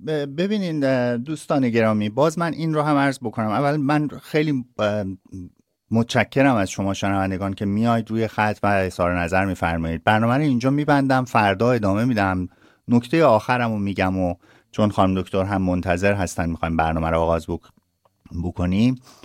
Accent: Iran; now in Sweden; ما که ایرانی هستیم،

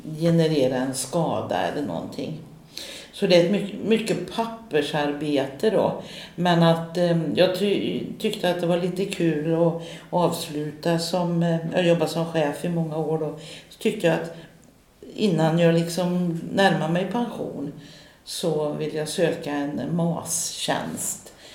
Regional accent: Västra Götaland County, Sweden; jag är redig västgöte.

